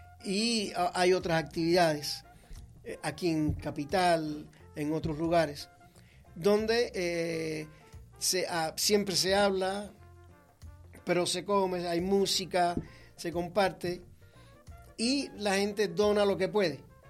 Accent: Cuba

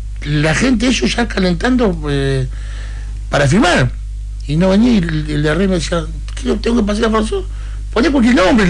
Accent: Buenos Aires, Argentina; Soy porteño, también veo mucho esos partidos.

